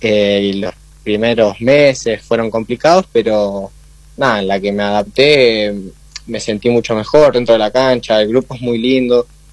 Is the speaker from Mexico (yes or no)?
no; Lanús, Buenos Aires Province, Argentina; moved away as an adult; yo soy de Buenos Aires, de Lanús.